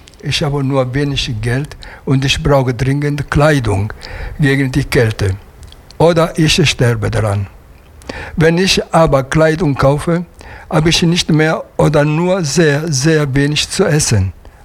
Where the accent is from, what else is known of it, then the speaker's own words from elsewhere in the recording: Formia, Lazio, Italy; German is a second language; also born or lived in Latina; now in Remscheid, Germany; Ich bin in Latina geboren, ja. Groß geworden bin ich in Formia.